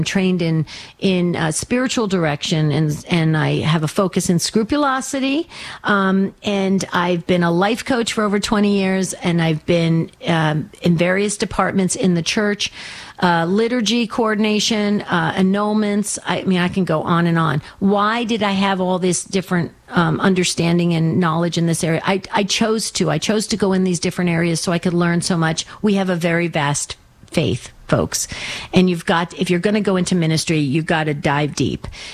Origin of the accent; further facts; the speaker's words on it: New Jersey, United States; moved away as an adult; now in Arizona, United States; I'm 100% Sicilian. I was born and raised in New Jersey. I live in Arizona because I moved out from New Jersey to come to college in Arizona, and I stayed in Arizona.